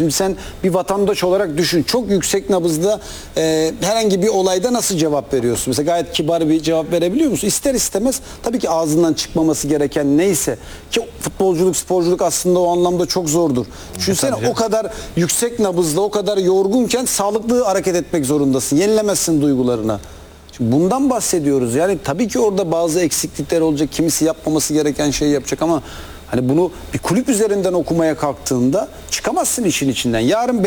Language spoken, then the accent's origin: Turkish; Gaziosmanpaşa, Istanbul, Turkey; İşte ben Gazi Osman Paşa, doğma büyüme oralıyım.